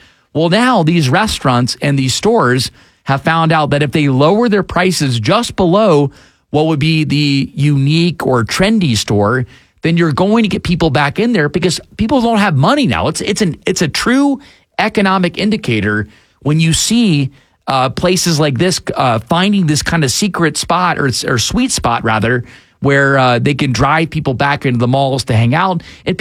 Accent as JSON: {"language": "English", "town": "Fayetteville", "region": "Georgia", "country": "United States", "tie": "born or raised there", "also_born_or_lived": "Atlanta", "said": "I grew up again here in Atlanta, down the South Side. I consider Fayetteville home"}